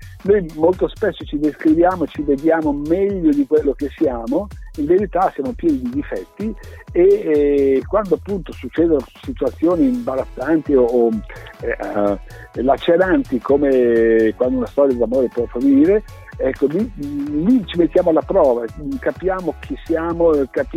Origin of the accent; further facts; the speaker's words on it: Lombardy, Italy; born there; nella chiesa del paese dove sono nato, vicino a Como